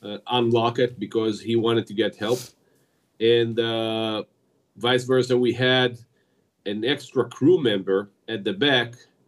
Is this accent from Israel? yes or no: yes; Israel; English is a second language; I come from Israel, and it's a small country, which is being challenged by war for like more than 3 years